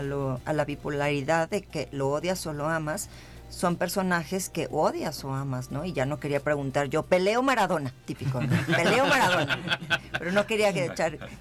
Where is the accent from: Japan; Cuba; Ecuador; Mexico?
Mexico; cómo somos los mexicanos